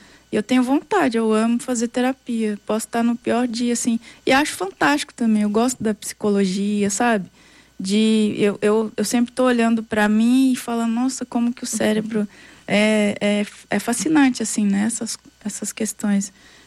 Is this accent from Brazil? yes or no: yes; Minas Gerais, Brazil; E sou mineira, cabreira, né?